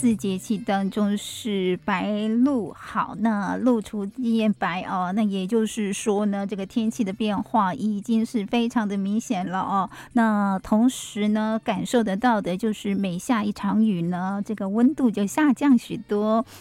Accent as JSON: {"language": "Chinese", "region": "Hualien County", "country": "Taiwan", "said": "对我们花莲人啊、我们花莲的文旦，"}